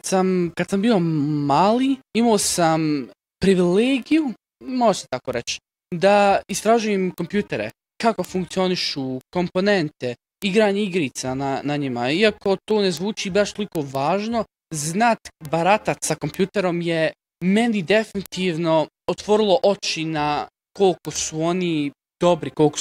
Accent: Tuzla, Federation of Bosnia and Herzegovina, Bosnia & Herzegovina; Rođen i živim u Tuzli. Tuzlu ne bi dao za dobar dio para.

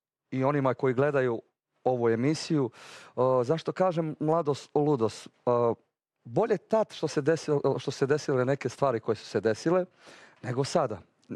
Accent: Stari Bar, Bar Municipality, Montenegro; Ja sam iz Starog Vara, tako da smo 70 km udaljeni.

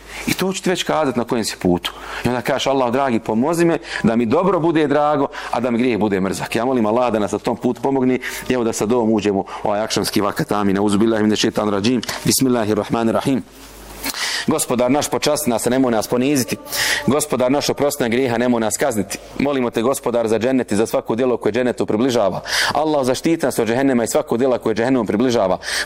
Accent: Bosnia & Herzegovina; ja sam Bošnjak i Bosanac, ja sam musliman u vjerskom smislu, znam i ko sam i šta sam.

